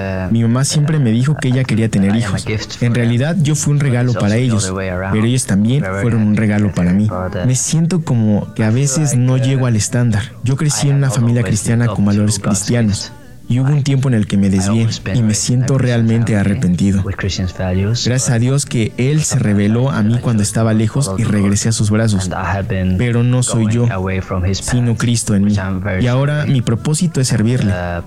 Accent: Bulgaria; no sé mucho de Bulgaria porque no he desarrollado mucho interés por el país de donde vengo.

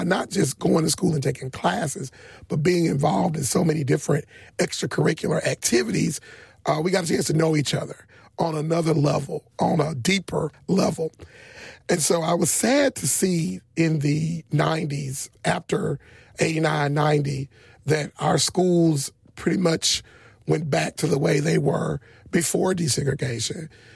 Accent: Selma, Alabama, United States; I had an opportunity to grow up in Selma during one of its best times. When I grew up here, the school system was integrated. So I went to school from the 80s to the early 90s here in school in Selma.

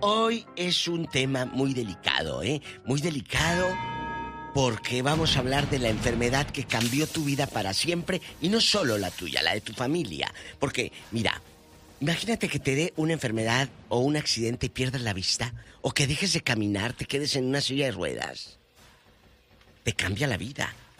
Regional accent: Matamoros, Tamaulipas, Mexico; De Matamoros, de mi tierra.

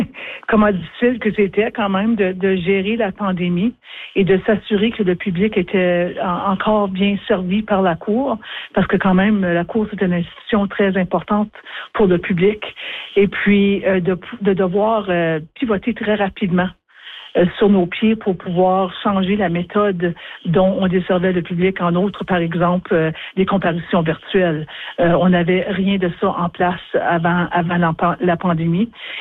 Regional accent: Timmins, Ontario, Canada; moved away as an adult; now in Ottawa, Canada; je suis native du nord de l'Ontario. J'ai vécu toute ma vie à Timmins, qui est quand même pas trop loin de North Bay. Et puis ensuite, j'ai quitté pour l'Université d'Ottawa pour faire mes études et ensuite travailler à Ottawa.

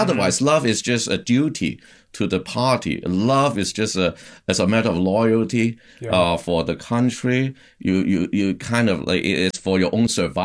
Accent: Hong Kong; first language Cantonese; English is a second language; now in Boston, United States; And by the time I got to a college, like here in Boston, I grew up in Hong Kong, so we speak Cantonese dialect

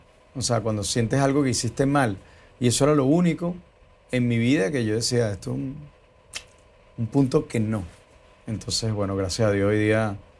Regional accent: Venezuela; moved away as an adult; also born or lived in California / Miami; now in Madrid, Spain; no solamente por ser venezolano

